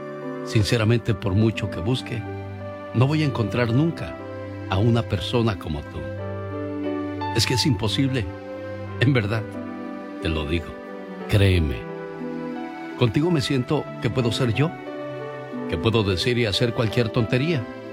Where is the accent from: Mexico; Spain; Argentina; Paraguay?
Mexico; Pero bueno, nosotros como buenos mexicanos vamos a aguantar a base de nuestro trabajo y esfuerzo.